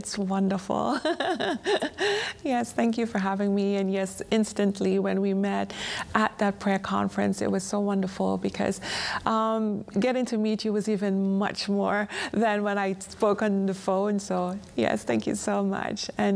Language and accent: English; Trinidad & Tobago; born there; Well, I was born in Trinidad and Tobago, Trinidad to be exact, because, you know, it's a twin island state.